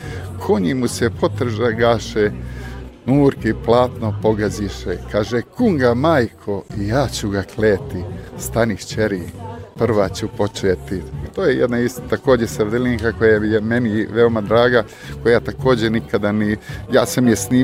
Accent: Bijelo Polje, Montenegro; now in Sweden; a stigao sam iz Švedske. Inače sam porijeklom iz Bijelog polja. U Švedskoj živim skoro 35-6 godina

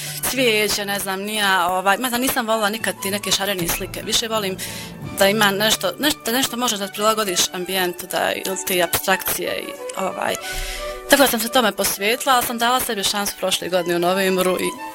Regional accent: Gračanica, Federation of Bosnia and Herzegovina, Bosnia & Herzegovina; also born or lived in Bijeljina; ja nisam baš rodom iz Gračanice, ja sam rodom iz Bijeljine, ali ovdje sam provjela svoje djetinstvo i svoje najljepše dane

